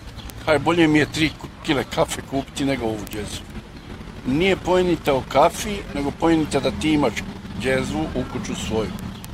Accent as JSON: {"language": "Bosnian", "town": "Kakanj", "region": "Federation of Bosnia and Herzegovina", "country": "Bosnia & Herzegovina", "said": "dolazim iz Kaknja."}